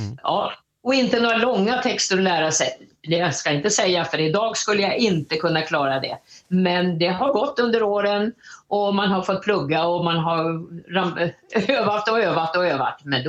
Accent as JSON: {"language": "Swedish", "town": "Stockholm", "region": "Stockholm County", "country": "Sweden", "tie": "born or raised there", "said": "Jag växte upp i Stockholm. Så jag hamnade på en teaterskola redan som 3,5-åring."}